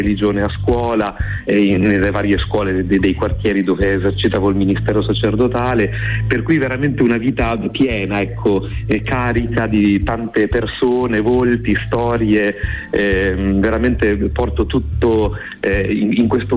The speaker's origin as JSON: {"language": "Italian", "town": "Parma", "region": "Emilia-Romagna", "country": "Italy", "tie": "born or raised there"}